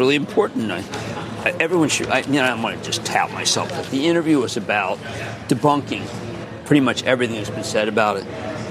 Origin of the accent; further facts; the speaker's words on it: Philadelphia, Pennsylvania, United States; I'm from Philadelphia.